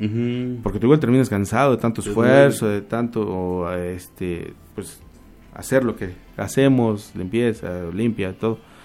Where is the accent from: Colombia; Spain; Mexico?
Mexico; Apizaco, Tlaxcala; nosotros somos de Apizaco.